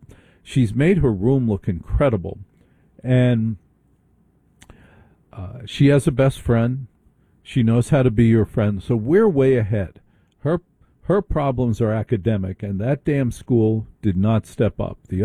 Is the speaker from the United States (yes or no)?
yes; Maplewood, New Jersey, United States; moved away; I grew up in the Maplewood area. Don't live there now